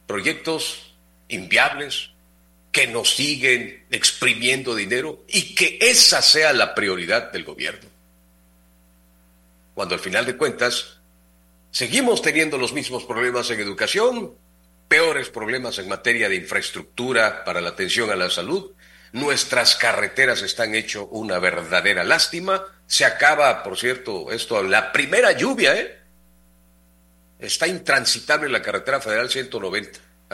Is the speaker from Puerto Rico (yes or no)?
no; Mexico; todas las aspiraciones que tenemos como mexicanos?